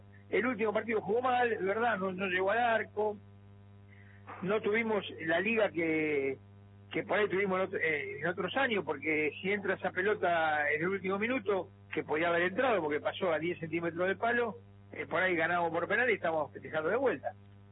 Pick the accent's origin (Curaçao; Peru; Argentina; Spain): Argentina; Pero bueno, yo como argentino estoy agradecido.